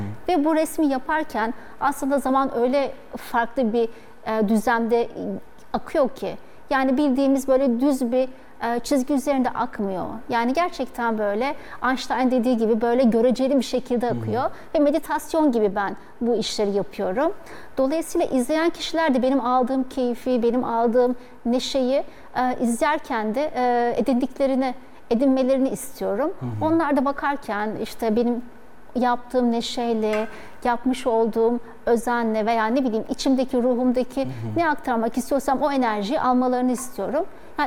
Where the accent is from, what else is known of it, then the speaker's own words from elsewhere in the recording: Bozcaada, Çanakkale, Turkey; Ya ben orada doğdum, büyüdüm. İşte ailenin üçüncü kuşağıyım. Çocuklarım da Bozcaadalı değil ama orada büyüyorlar.